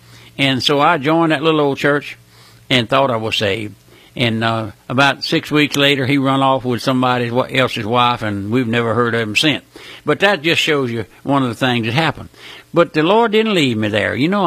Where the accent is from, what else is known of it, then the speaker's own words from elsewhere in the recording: Louisiana, United States; Well, I'm just an old country boy. I was born and raised here in South Louisiana.